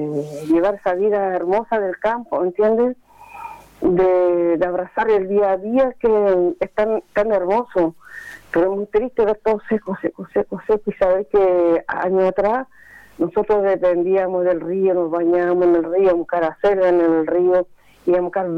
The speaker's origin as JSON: {"language": "Spanish", "town": "Cabildo", "region": "Valparaíso", "country": "Chile", "tie": "born or raised there", "said": "Yo nací y crié en mi pueblo de Cabildo, el sector de San José, donde toda vida he vivido"}